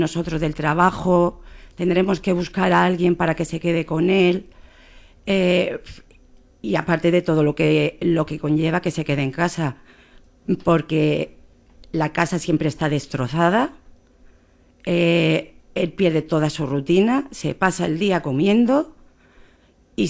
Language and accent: Spanish; Guardamar del Segura, Valencian Community, Spain; Sí, yo soy de Guardamar del Segura, entonces me acerqué a ver dónde estaba ese centro